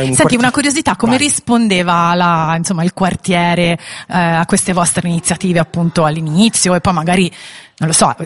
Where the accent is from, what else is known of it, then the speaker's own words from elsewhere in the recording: Tuscany, Italy; Poi io da Toscana, per me bellino è proprio